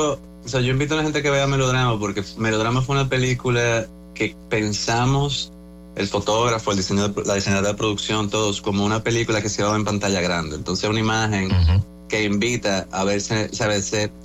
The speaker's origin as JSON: {"language": "Spanish", "country": "Dominican Republic", "said": "todos somos dominicanos."}